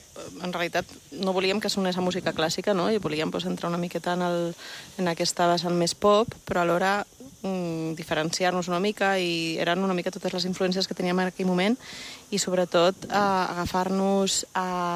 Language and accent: Catalan; Ibiza, Balearic Islands, Spain; com a eivissenca